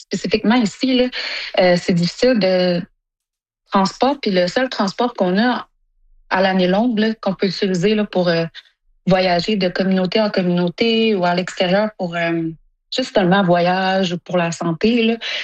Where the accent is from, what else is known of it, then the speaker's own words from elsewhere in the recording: Sept-Îles, Quebec, Canada; moved away as an adult; now in Pangnirtung, Canada; moi, j'ai grandi à Sept-Îles parce que j'étais avec mon père. Puis ma mère, elle vient de Iqaluit. Puis j'ai déménagé là quand j'avais 19 ans.